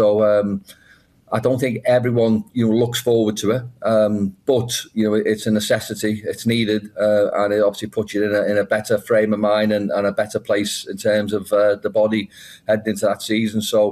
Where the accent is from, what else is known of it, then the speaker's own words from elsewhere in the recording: Liverpool, North West England, United Kingdom; I'm from Liverpool, home